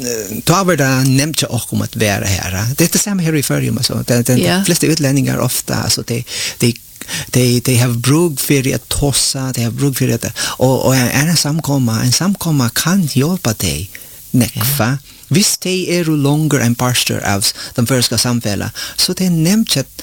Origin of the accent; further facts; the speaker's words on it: Philippines; Swedish is a second language; Men nu vi är ganska 200 från Filippinerna här